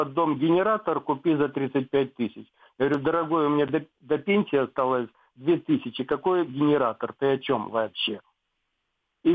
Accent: Crimea, Ukraine; Добрый вечер … из Крыма.

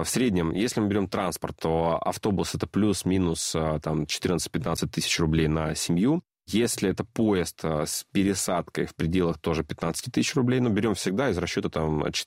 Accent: Saint Petersburg, Russia; now in Moscow, Russia; А он бывший мой, я уже москвич.

